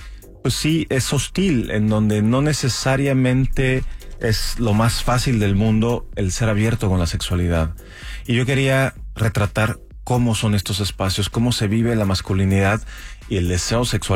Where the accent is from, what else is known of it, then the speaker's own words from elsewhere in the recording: Tijuana, Baja California, Mexico; soy de Tijuana además